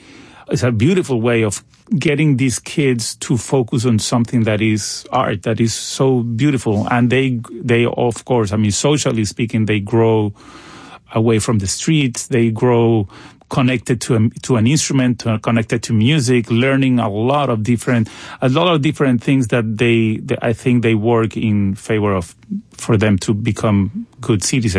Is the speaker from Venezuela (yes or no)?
yes; Caracas, Capital District, Venezuela; I grew up in Caracas, in Venezuela, playing violoncello, playing the cello, playing viola da gamba, early music.